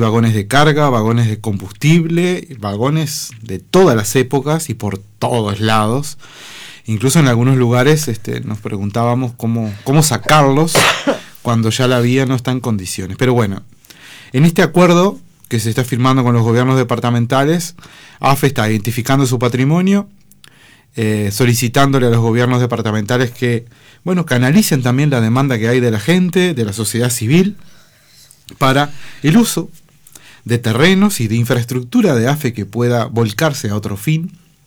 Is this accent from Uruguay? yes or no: yes; Uruguay; El amor que nosotros como uruguayos le tenemos a esa vieja empresa uruguaya